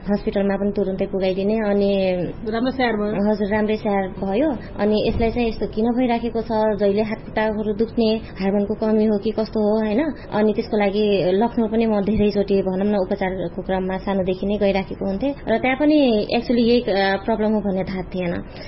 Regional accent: Sudurpashchim Province, Nepal; moved away as an adult; now in Tikapur, Nepal; म चाहिँ टिकापुर नगरपालिका 7 नम्बरमा बस्छु, तर मेरो घर जानकी गाउँपालिकामा पर्छ। कामकै सिलसिलामा हामी चाहिँ यतै बसिराखेको छौँ

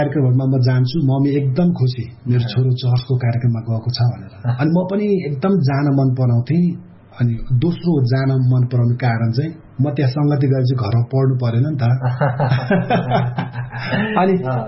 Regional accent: Bhaktapur, Bagmati, Nepal; born there; मेरो जन्म भक्तपुरमै भयो।

